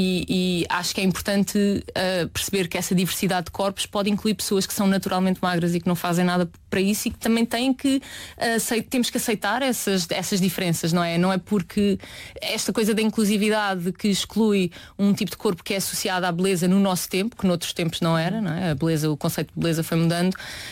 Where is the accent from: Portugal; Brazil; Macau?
Portugal; Peniche, Centro; moved away; Vinha de Peniche, não tinha acesso nenhum ao meio da cultura.